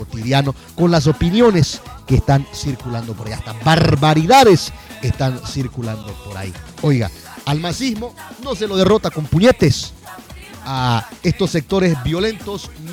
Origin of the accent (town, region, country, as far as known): Bolivia